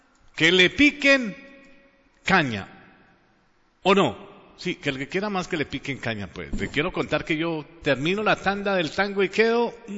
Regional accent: Colombia; born there; yo soy orgullosamente hispano, orgullosamente latino. Orgullosamente hablo este castellano, como dirían oficialmente, pero nosotros decimos español, este español, ¿no? Nací en una tierra maravillosa, en la puerta Suramérica, en Colombia

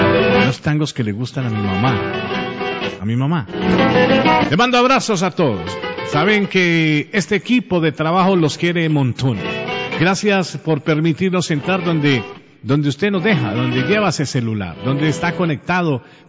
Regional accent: Pereira, Risaralda, Colombia; born there; Nací por una bendición de Dios y una bendición de mi madre en una ciudad maravillosa, en la querendona, trasnochadora y morena y amañadora Pereira.

